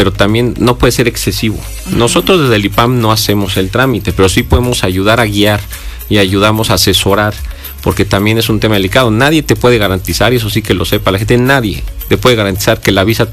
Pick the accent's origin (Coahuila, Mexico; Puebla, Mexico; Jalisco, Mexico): Puebla, Mexico; posicionando a Puebla, demostrando todas las riquezas que tenemos en todos los ámbitos y demás. Entonces, somos